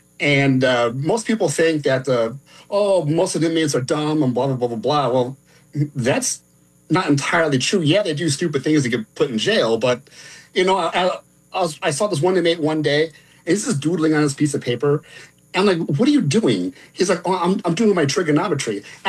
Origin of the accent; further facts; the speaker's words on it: Wheaton, Illinois, United States; Well, I grew up in Wheaton, Illinois, and then spent here my entire life.